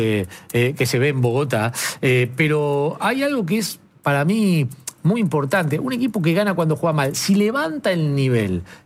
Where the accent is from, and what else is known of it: Argentina